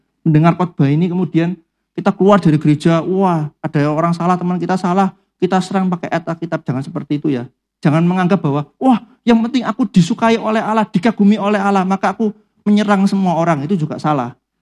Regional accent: Java, Indonesia; accent: medok; pernah kuliah di sebuah kampus swasta di Surabaya, jurusan sastra Inggris. Tapi jangan tanya Inggris ke saya, karena medok saudara, gak enak.

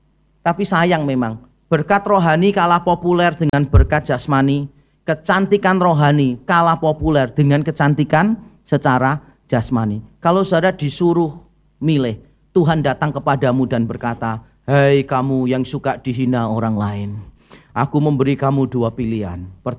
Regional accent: Indonesia; Orang Indonesia kan biasanya begitu kalau shopping

